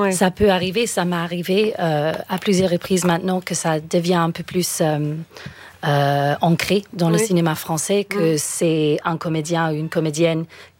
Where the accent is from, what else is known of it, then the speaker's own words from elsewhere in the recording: United Kingdom; French is a second language; now in France; Moi, je ne sais pas si vous avez entendu mon petit accent. Je suis britannique à la base.